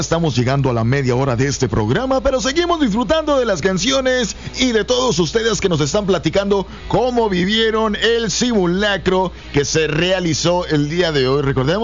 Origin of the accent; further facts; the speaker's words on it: Mexico; somos mexicanos, hombre, somos mexicanos